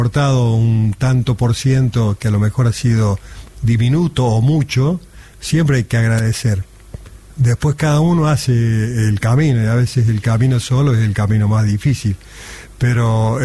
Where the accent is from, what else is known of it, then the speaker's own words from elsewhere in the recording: Córdoba, Argentina; born there; los que tuvimos la suerte de estar acá, ¿no? De nacer